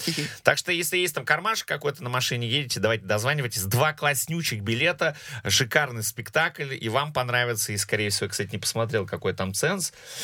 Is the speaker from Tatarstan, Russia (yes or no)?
no; Kachkanar, Sverdlovsk Oblast, Russia; Качканар, я из Качканара.